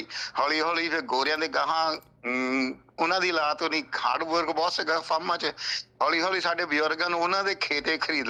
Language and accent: Punjabi; Woolgoolga, New South Wales, Australia; born there; Punjabi is a second language; also born or lived in India; ਮੈਂ ਇੱਥੋਂ ਸਟਾਰਟ, ਪਹਿਲੀ ਕੱਚੀ 'ਚੋਂ ਇੱਥੋਂ ਸਟਾਰਟ ਹੋਇਆ 5 ਸਾਲਾਂ ਦਾ ਸਕੂਲ।